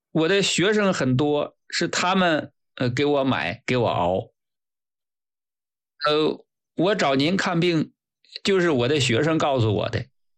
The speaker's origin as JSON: {"language": "Chinese", "country": "China"}